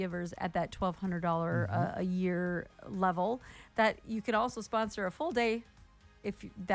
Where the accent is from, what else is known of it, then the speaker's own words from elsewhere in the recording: Forest Lake, Minnesota, United States; I grew up in Forest Lake, Wyoming area.